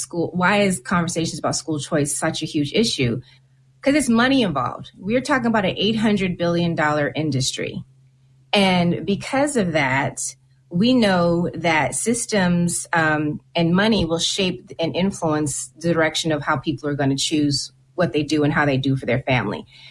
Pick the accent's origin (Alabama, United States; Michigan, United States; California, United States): California, United States; I grew up in California, and in the political space, I had people like Senator Diane Watson, who was the first Black senator in California